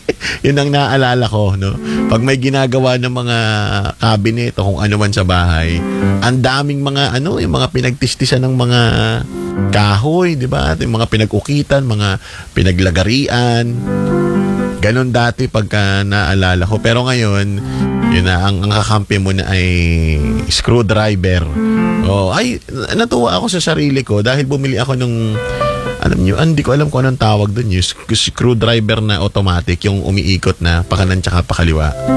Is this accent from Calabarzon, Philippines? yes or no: yes; Quezon, Calabarzon, Philippines; moved away; lalo na dun sa Quezon, sa probinsya namin